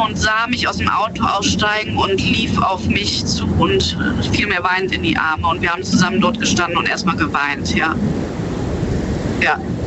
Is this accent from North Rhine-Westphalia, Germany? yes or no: yes; Hennef, North Rhine-Westphalia, Germany; Hennef. Ich komme aus Hennef.